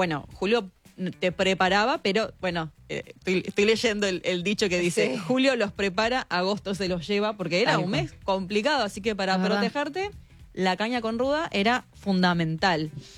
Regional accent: Formosa, Argentina; Yo soy de Formosa y vengo de la zona donde se toma

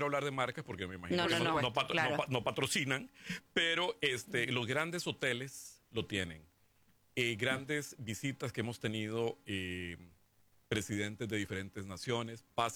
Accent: Costa Rica; also born or lived in New York; now in Buenos Aires, Argentina

